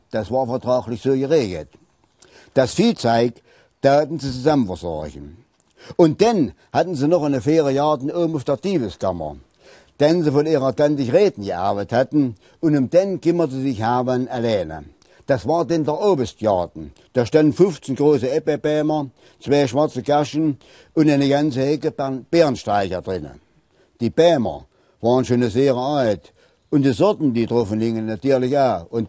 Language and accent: German; Saxony-Anhalt, Germany; accent: Mansfeld dialect; Und habe sie meinem Mansfelder Mundart umgeschrieben.